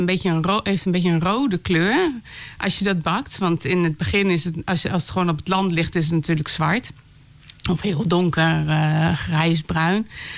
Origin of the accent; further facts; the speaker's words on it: Groningen, Netherlands; En we zijn toch Groningers.